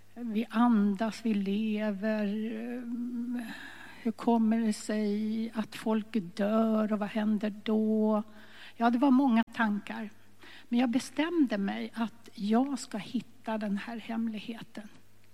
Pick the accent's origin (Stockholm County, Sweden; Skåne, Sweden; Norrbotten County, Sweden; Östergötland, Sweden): Stockholm County, Sweden; Stockholm; born or raised there